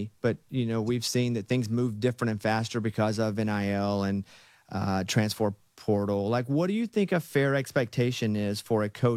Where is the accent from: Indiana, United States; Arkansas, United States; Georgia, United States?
Arkansas, United States; I'm from Arkansas. Like, that's what we have. We don't have pro. We have the University of Arkansas.